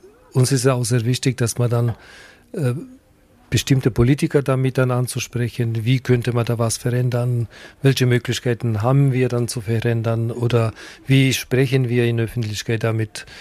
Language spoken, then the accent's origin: German; North Macedonia; now in Germany; Noch in meiner Heimatstadt, in Mazedonien, in Ex-Jugoslawien, wir haben dann auch so welche Festivals gemacht.